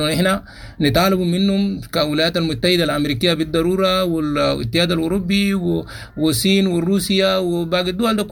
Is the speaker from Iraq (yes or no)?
no; Sudan; now in Chad; احنا سودانيين